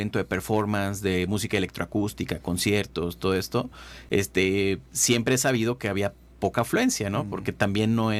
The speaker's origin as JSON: {"language": "Spanish", "region": "San Luis Potosí", "country": "Mexico", "said": "obviamente soy potosino"}